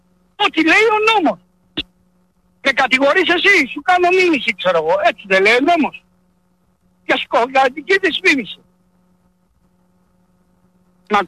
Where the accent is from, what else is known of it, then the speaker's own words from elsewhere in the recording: Keratsini, Attica, Greece; now in Thessaloniki, Greece; Εντάξει, εγώ είμαι από το Κερατσίνι. Είχα τσικαδώσει, είχα μια εταιρεία security, την έκλεισα, τελείωσε, έτσι. Και ανέβηκα πάνω στη Θεσσαλονίκη.